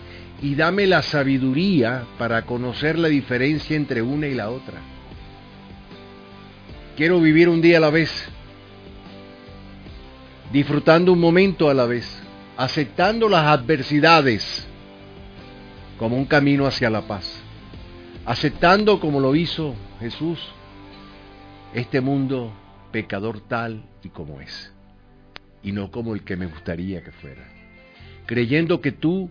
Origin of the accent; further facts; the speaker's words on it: Venezuela; Venezuela va a ser el gran país que merecemos tener.